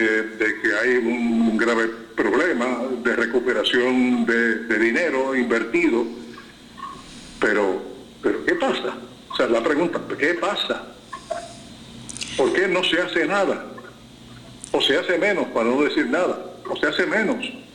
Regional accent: Juana Díaz, Puerto Rico; Yo soy del pueblo de Juanadías, de la zona rural de Juanadías.

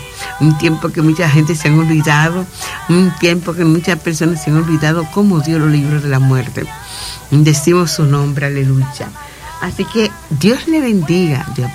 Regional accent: La Altagracia, Dominican Republic; now in La Romana, Dominican Republic; Sí, mi Batey la Higuera, donde yo me nací, crié. Muchas personas preguntan, ¿dónde es ella? Pues yo soy aleluya de La Higuera.

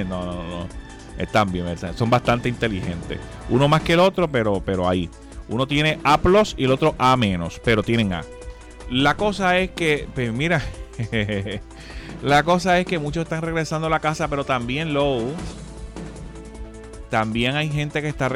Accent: Quebradillas, Puerto Rico; Yo me acuerdo de mi pueblo de Quebradillas, me acuerdo de los barrios.

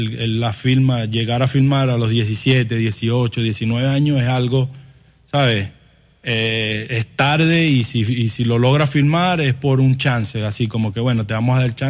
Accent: Venezuela; desde niño en mi pueblo, en Venezuela, yo crecí jugando todos los deportes, habidos y por haber.

